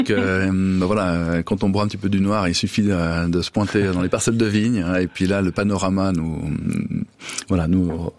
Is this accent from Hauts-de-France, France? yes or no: yes; Denain, Hauts-de-France, France; Moi, je suis né à Denain. C'est là que j'ai fait ma vie.